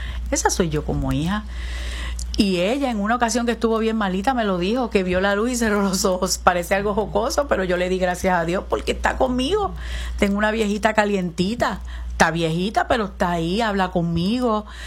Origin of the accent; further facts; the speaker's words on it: Las Piedras, Puerto Rico; also born or lived in Humacao; Soy de Las Piedras. Yo vivo en Las Piedras. Nací en Humacao, pero vivo en Las Piedras.